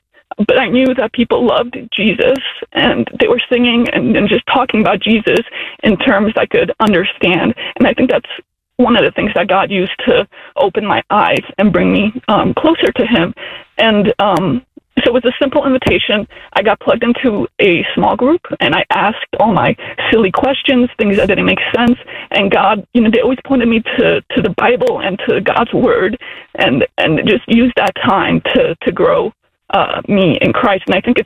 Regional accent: Czechia; English is a second language; now in United States; I was born and raised in Czechoslovakia under communism in the 1980s, and my grandparents forced us to go to church

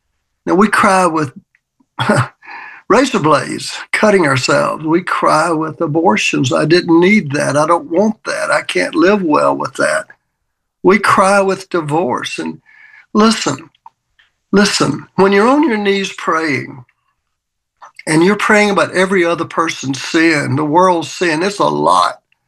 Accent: Mississippi, United States; I mean, I grew up in the Mississippi in the era of total racism. Fought it as even a young teenager.

